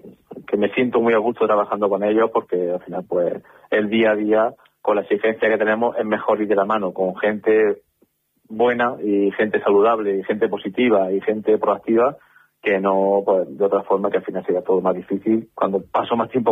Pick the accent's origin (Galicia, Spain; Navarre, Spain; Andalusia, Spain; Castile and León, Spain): Andalusia, Spain; Linares; moved away as an adult; tengo muchos vínculos con Linares, ¿no? Con mi ciudad, con las amistades, con mi familia.